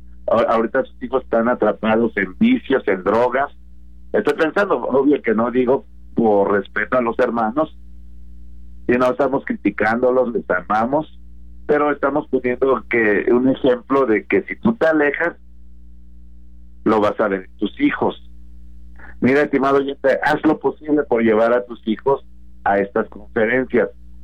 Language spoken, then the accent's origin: Spanish; Nezahualcóyotl, State of Mexico, Mexico; bueno, yo soy de Nesa, ¿verdad? Y muchos, ahora ya vivo acá en la zona de Iztapaluca, pero muchos años, estimado oyente, en Nesa